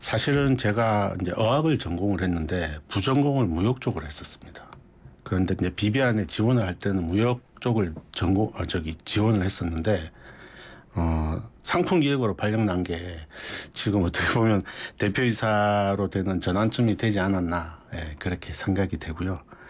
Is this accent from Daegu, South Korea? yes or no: no; Busan, South Korea; accent: regional dialect; moved away as an adult; also born or lived in Seoul; 저는 이제 고향이 부산이라 대학은 서울에서 나왔지만 지방 사투리도 많이 쓰고